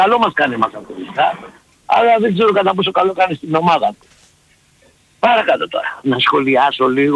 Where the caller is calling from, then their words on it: Nea Makri, Attica, Greece; επειδή είμαι και εγώ από Νέα Μάκρη